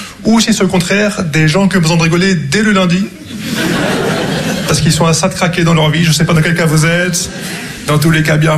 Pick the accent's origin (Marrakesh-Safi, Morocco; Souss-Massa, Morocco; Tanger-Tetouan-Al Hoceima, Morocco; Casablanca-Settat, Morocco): Casablanca-Settat, Morocco; Casablanca; parce que moi … j'ai grandi au Maroc